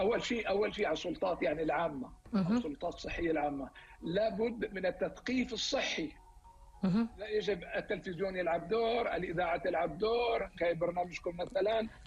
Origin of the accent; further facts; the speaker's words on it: Algeria; عندنا في الجزائر